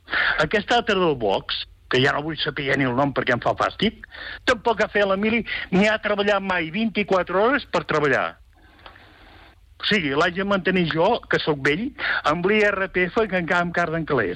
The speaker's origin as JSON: {"language": "Catalan", "region": "Catalonia", "country": "Spain", "said": "Els catalans som catalans, tant si els agrada com si no."}